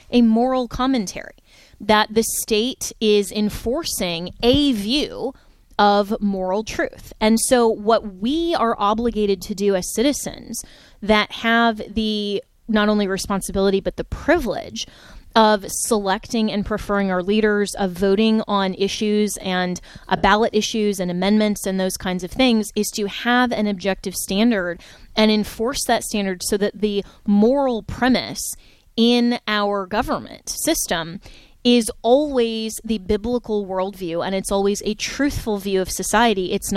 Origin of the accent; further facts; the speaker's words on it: Florida, United States; Well, I think that perhaps my home state, the Free State of Florida, has been doing that well compared to perhaps California or New York